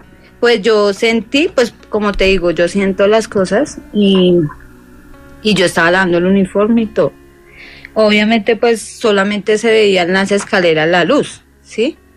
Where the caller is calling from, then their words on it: Bogotá, Colombia; Pues ahí en Suba, yo vivo en Suba prácticamente.